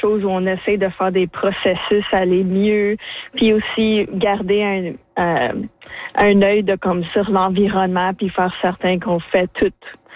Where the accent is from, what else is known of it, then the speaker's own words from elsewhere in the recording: Sudbury, Ontario, Canada; je suis de Sudbury